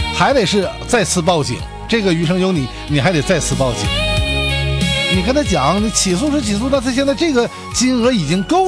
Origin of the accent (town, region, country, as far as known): Yanbian, Jilin, China